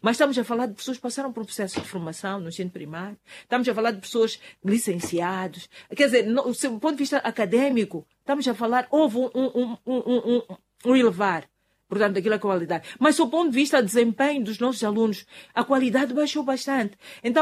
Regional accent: Mozambique; nós temos, como moçambicanos, temos outro problema

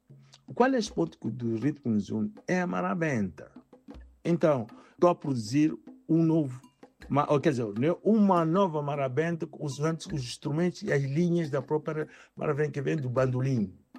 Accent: Mozambique; now in Germany; Estamos aqui na Alemanha. A Alemanha é um Estado federado e nós não temos nenhum projeto nenhum como moçambicanos aqui na Alemanha.

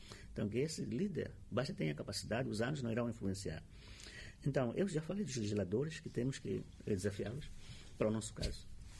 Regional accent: Mozambique; Por isso que a África do Sul não tinha, por exemplo, essa questão de xenofobia, pelo menos para nós, como moçambicanos.

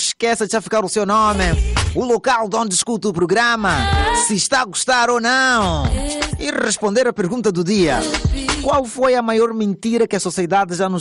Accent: Mozambique

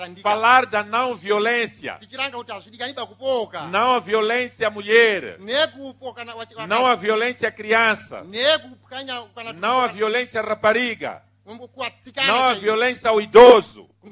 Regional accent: Mozambique; Nós, como moçambicanos, somos um povo de paz.

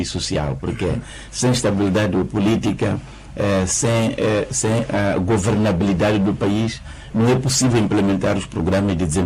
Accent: Mozambique; para que todos nós, como moçambicanos, continuemos a ter orgulho de sermos moçambicanos

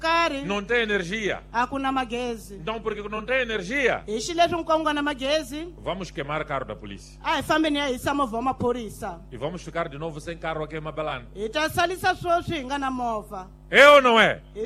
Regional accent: Mozambique; Mas se nós, como moçambicanos, não ficarmos atentos, não ficarmos vigilantes

